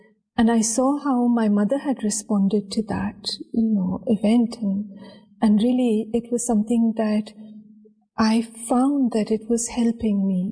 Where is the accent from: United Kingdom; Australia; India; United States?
India; Delhi; So I think in my early years, it was really, I guess as a child, I would accompany my mother to the Brahma Kumari Center